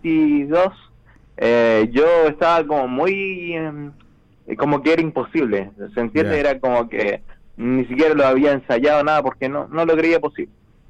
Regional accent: Santiago, Santiago Metropolitan Region, Chile; Santiago.

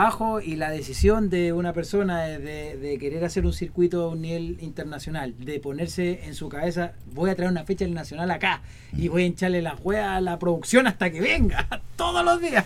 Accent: Coyhaique, Aysén, Chile; moved away; desde el primer momento que salí desde Coyhaique

